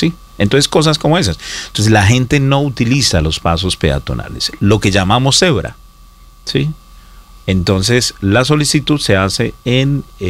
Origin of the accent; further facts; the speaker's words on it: Colombia; que somos muchos los colombianos.